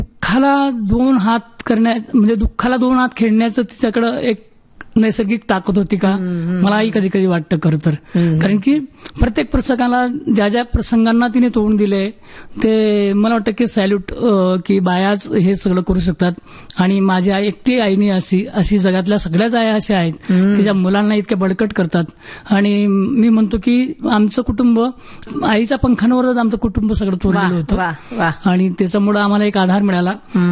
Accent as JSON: {"language": "Marathi", "town": "Lasur", "region": "Maharashtra", "country": "India", "tie": "born or raised there", "said": "त्या सातपुड्याने कवेत घेतलंय का आमच्या गावाला प्रेमाने. तर असं आमचं गाव. आणि त्या गावाच्या वेशीला आम्ही राहायचो, म्हणजे पहाडाच्या जवळच सातपुड्याच्या पायथ्याजवळच आमचं सगळ्या झोपड्या होत्या."}